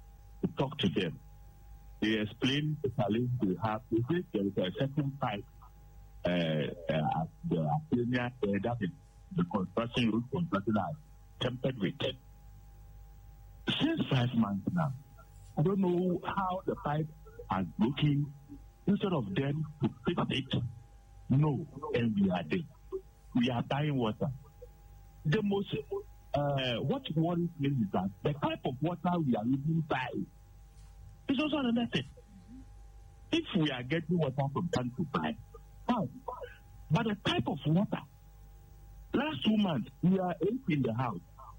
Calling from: Greater Accra, Ghana; I'm calling from Community 25.

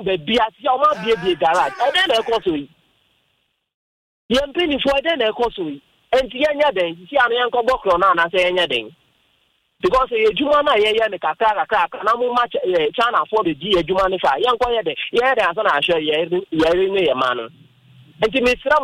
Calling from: Tema, Greater Accra, Ghana; from Afenia, Tema.

